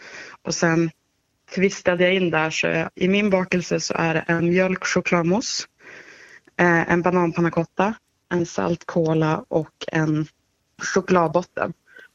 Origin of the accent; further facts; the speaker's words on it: Norrland, Sweden; now in Bygdeå, Sweden; Och då gick jag tillbaka till mitt norrländska hjärta